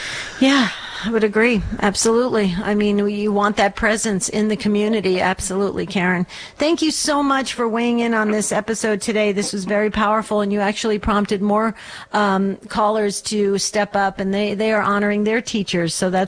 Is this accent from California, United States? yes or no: no; West Caldwell, New Jersey, United States; I'm from West Caldwell.